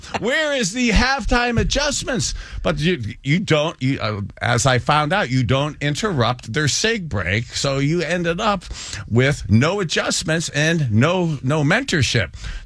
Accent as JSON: {"language": "English", "region": "Ohio", "country": "United States", "tie": "born or raised there", "said": "I love about how I was raised here in Northeast Ohio."}